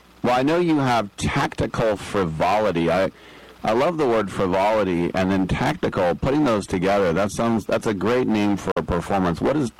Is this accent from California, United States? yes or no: yes; Berkeley, California, United States; Well, I was born in the East Bay in the 60s, and I grew up in the Berkeley area, and I grew up with a lot of people with hippie parents.